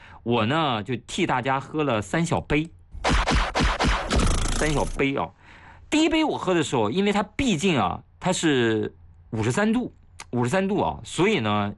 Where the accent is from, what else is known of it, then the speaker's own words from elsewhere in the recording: Shanxi, China; now in Hefei, China; 我就是山西人在合肥的